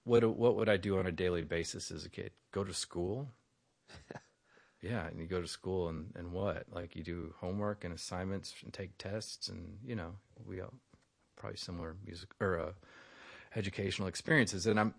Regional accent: Franklin, Tennessee, United States; also born or lived in Nashville, Tennessee / Knoxville, Tennessee; I was in Franklin, Tennessee as a teenager. I went to high school in Nashville

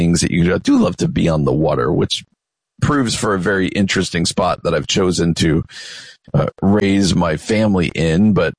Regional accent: New Jersey, United States; I grew up in New Jersey, so you got the Jersey Shore.

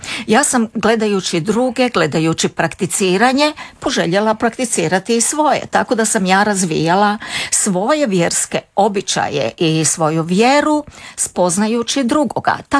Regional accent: Rijeka, Primorje-Gorski Kotar County, Croatia; Nekako sam u svojoj mladosti, kada sam rođena u Rijeci, odrastala, nisam imala priliku osim u obitelji spoznati vjeru. Ali sam zato sa mojim prijateljima, djecom iz ulice, svake nedelje išla do Kapucinske crkve.

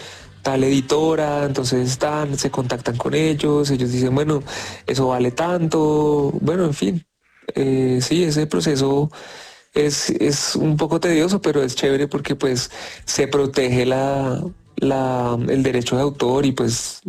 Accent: Colombia

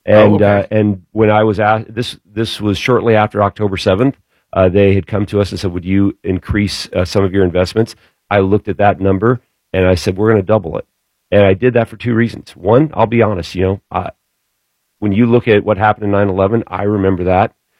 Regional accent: Jennings County, Indiana, United States; a small town where I grew up in Jennings County

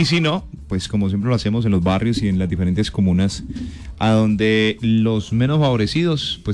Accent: Colombia

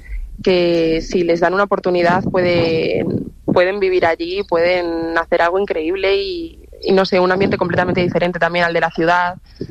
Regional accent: San Miguel del Valle, Castile and León, Spain; yo pertenezco a un pueblo muy pequeñito de Zamora que se llama San Miguel del Valle.

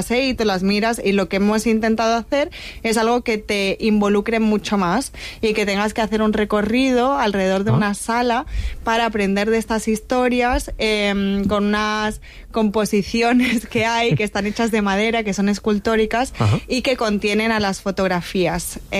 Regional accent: Campillos, Andalusia, Spain; aquí en Xàtiva y en Campillos, en Málaga, que es de donde yo soy.

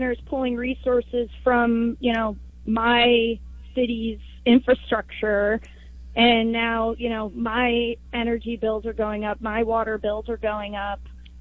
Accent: Pittsburgh, Pennsylvania, United States; I'm from Pittsburgh.

